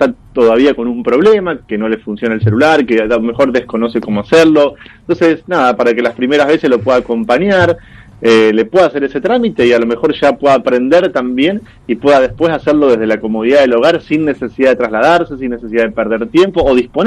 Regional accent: Santa Fe province, Santa Fe, Argentina; Somos una provincia joven

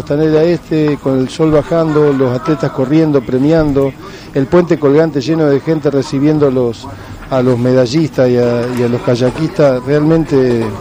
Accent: Santa Fe, Argentina; Soy santafesino, amo mi ciudad

